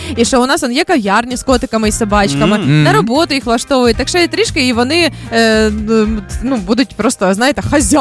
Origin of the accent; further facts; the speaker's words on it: Kirovohrad Oblast, Ukraine; На моїй рідній Кропивниччині